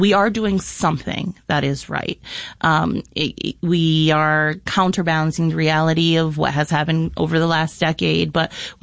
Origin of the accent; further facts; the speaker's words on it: Rochester, New York, United States; I grew up on North Clinton and Clifford Avenue.